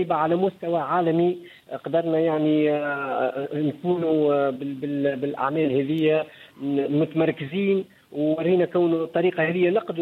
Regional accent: Tunisia

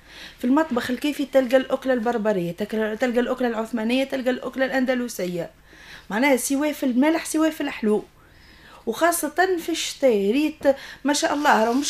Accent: Tunisia; خاطر بلادنا تونس راهي باهية

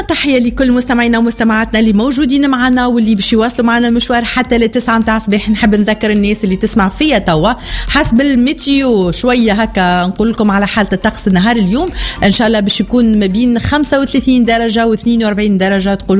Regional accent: Tunisia

